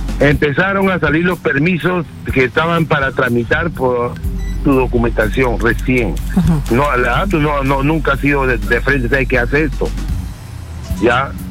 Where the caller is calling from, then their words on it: Peru; Somos peruanos, señorita.